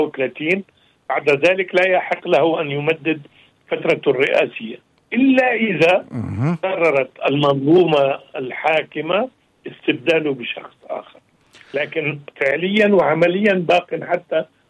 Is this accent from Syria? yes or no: yes; Syria; أنا سوري الأصل